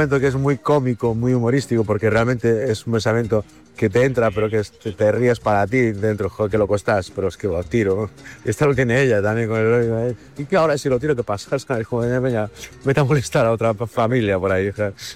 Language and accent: Spanish; Galicia, Spain; now in Madrid, Spain; Pero yo en Galicia estoy en casa.